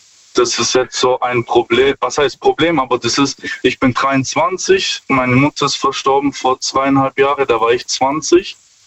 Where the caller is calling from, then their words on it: Stuttgart, Baden-Württemberg, Germany; Stuttgart.